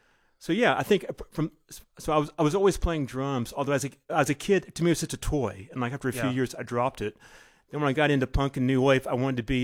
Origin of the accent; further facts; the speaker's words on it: Fort Worth, Texas, United States; Teresa grew up in Austin. I grew up in Fort Worth.